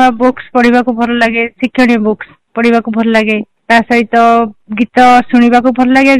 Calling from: Bhubaneswar, Odisha, India; ମୁଁ ଭୁବନେଶ୍ୱରରୁ କହୁଥିଲି।

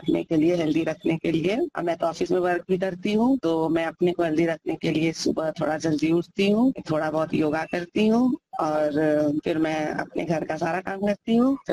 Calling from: Varanasi, Uttar Pradesh, India; बनारस लहर तारा बनारस से बोल रहे हैं

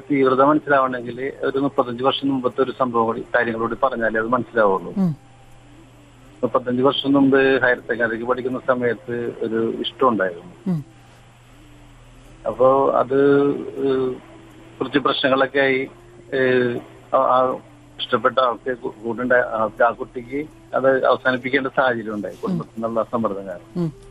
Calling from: Azhikode, Kerala, India; Azhikode.

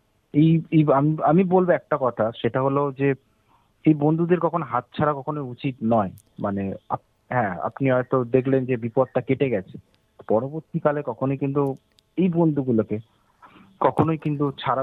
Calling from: Kolkata, West Bengal, India

